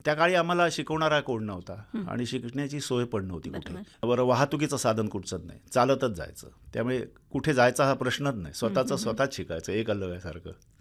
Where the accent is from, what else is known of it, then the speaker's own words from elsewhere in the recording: Tulas, Maharashtra, India; बालपण माझं वेंगुला तालुक्यातील तुळसगावी गेलं. आम्ही 12 भावंड, वडील शेती करायचे